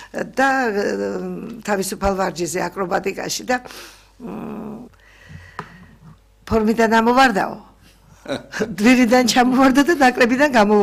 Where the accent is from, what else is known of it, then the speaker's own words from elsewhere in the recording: Urbnisi, Shida Kartli, Georgia; born there; ჩემი სოფელში იყო ურუბნიში ქართლში და იქ დავიბადე